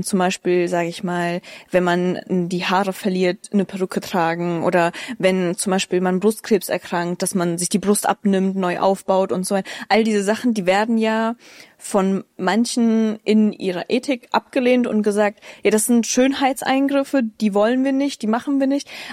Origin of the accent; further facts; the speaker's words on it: Germany; Ich bin Deutsche.